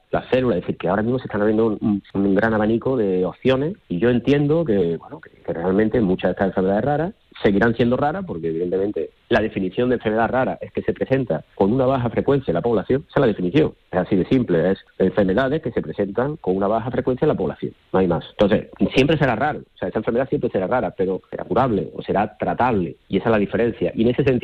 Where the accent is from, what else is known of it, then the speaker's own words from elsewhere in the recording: Córdoba, Andalusia, Spain; born there; now in Seville, Spain; soy catedrático de la Universidad Pablo Olavide, cordobés de nacimiento, vivo en Sevilla